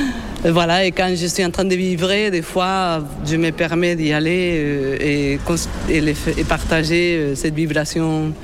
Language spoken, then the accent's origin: French; Madrid, Community of Madrid, Spain; j'ai fait un flashback dans ma jeunesse à Madrid, où en effet, je m'étais chaussée ces patins à roulettes dans les années 80